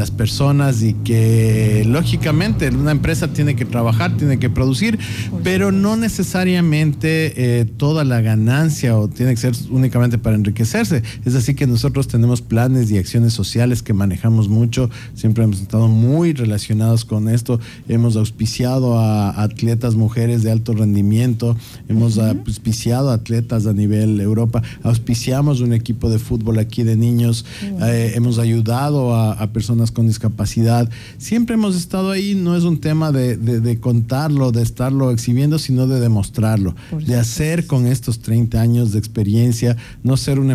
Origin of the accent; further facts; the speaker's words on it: Quito, Pichincha, Ecuador; now in Santo Domingo, Ecuador; En lo personal, yo no soy de Santo Domingo, pero creo que tengo el corazón de los más grandes de Santo Domingo. Siempre estoy aquí. Yo soy de Quito. Mi esposa es de acá.